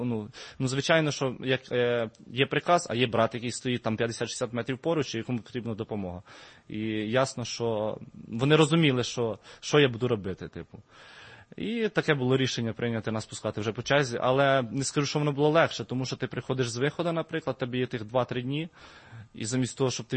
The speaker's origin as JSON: {"language": "Ukrainian", "town": "Vinnytsia", "region": "Vinnytsia Oblast", "country": "Ukraine", "lives_now": "Odesa, Ukraine", "said": "Я сам з Вінниці."}